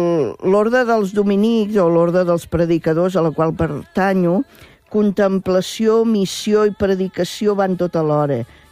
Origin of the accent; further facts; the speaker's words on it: Reus, Catalonia, Spain; Jo era alumna de les Domèniques de la Presentació a Reus, que a més sóc de Reus